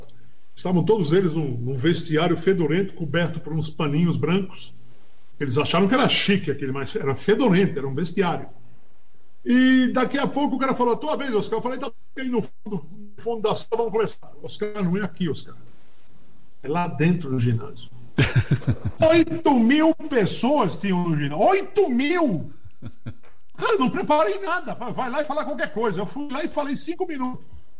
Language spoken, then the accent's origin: Portuguese; Natal, Rio Grande do Norte, Brazil; born there; moved away; Nasci em Natal.